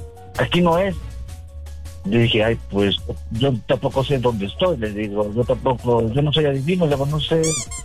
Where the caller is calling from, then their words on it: Mexico City, Mexico; de Coajimalpa.